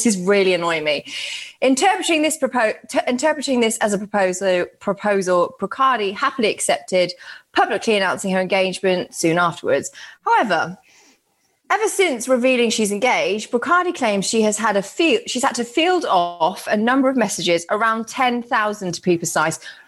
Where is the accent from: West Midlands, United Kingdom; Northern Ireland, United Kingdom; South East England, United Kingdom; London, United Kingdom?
West Midlands, United Kingdom; Birmingham; maybe I'm just going to, I'm from Birmingham